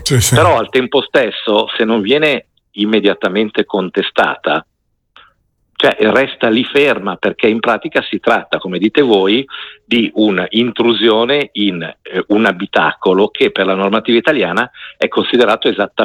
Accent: Milan, Lombardy, Italy; io sono milanese, Milano

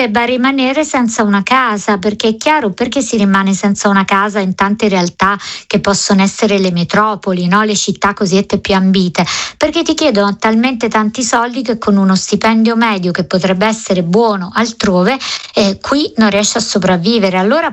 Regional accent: Naples, Campania, Italy; Io sono cresciuta a Napoli, in altre zone della città, però conosco la mia città d'origine

